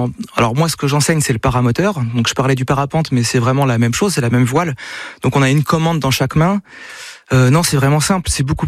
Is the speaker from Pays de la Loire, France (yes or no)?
yes; Pays de la Loire, France